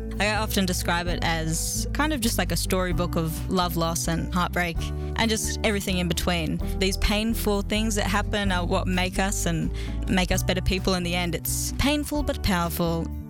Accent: Geelong, Victoria, Australia; I'm an artist from Geelong.

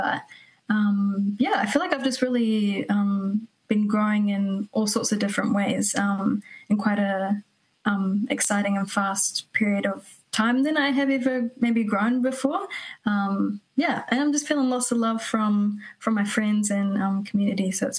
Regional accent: New Zealand; I feel like as well, learning growing up in New Zealand, and being a young female

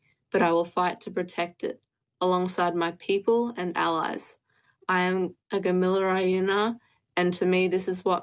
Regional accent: Sydney, New South Wales, Australia; born or raised there; moved away as an adult; now in Tamworth, Australia

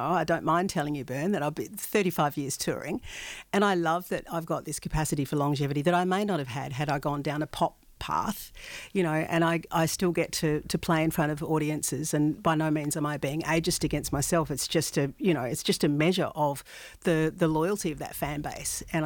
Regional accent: Adelaide, South Australia, Australia; I grew up in Adelaide, but in the hills of Adelaide

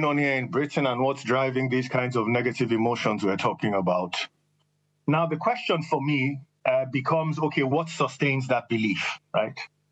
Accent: Nigeria; When I was growing up in Nigeria, so my dad was Nigerian, my mom was Polish, so I grew up in 1990s Nigeria.

